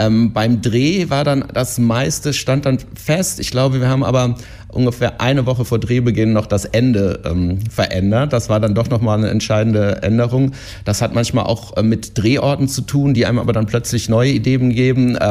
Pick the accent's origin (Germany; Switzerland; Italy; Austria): Germany; Heidelberg, Baden-Württemberg; also born or lived in Leimen; Und ich bin in Heidelberg aufgewachsen, aber in Leimen geboren.